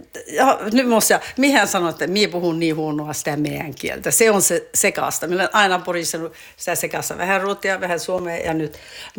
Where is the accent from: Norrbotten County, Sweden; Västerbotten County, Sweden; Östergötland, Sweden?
Norrbotten County, Sweden; Hedenäset; moved away; Och jag har ju vuxit upp här, född och uppvuxen i Hedenäset och... Ja, så att jag är tornedaling, verkligen.